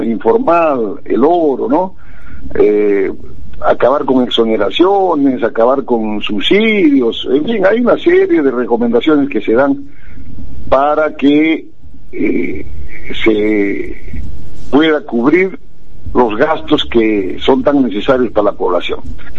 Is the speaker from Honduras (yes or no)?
no; Peru